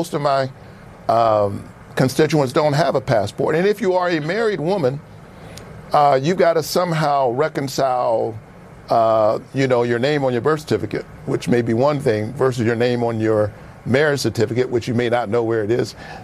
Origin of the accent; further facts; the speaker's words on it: Georgia, United States; I'm from Georgia. It's a purple state.